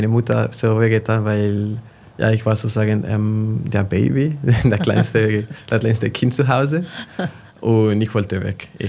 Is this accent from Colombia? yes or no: yes; Colombia; now in Leipzig, Germany; ich komme aus Kolumbien allerdings.